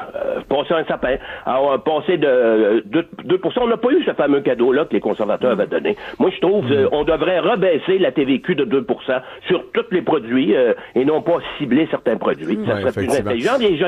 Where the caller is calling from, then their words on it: Quebec, Canada; ici au Québec, nous autres